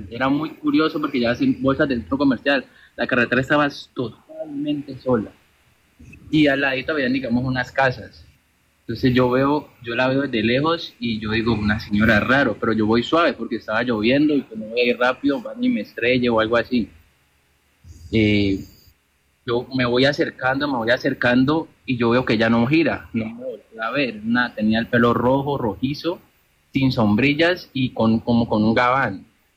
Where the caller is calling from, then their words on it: Cali, Valle del Cauca, Colombia; Hablo de la ciudad de Cali.